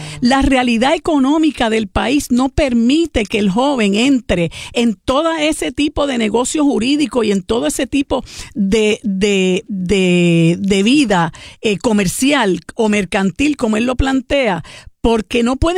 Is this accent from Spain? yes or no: no; Puerto Rico; Y porque nosotros como puertorriqueños, contrario a lo que él pretende forzar en el país, nosotros consideramos a los 18 años, a nuestros jóvenes, los consideramos como niños.